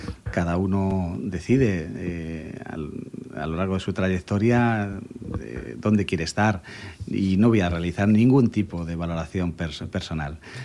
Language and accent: Spanish; Talavera de la Reina, Castilla-La Mancha, Spain; para trabajar para la gente de mi tierra